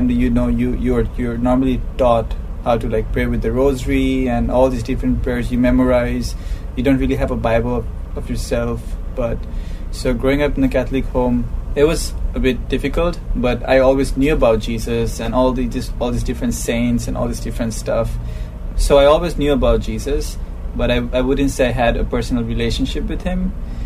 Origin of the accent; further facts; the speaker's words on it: Bangladesh; and I'm from Bangladesh. Yeah, my father's Sri Lankan, my mother's Bangladeshi. I was born and raised in Bangladesh.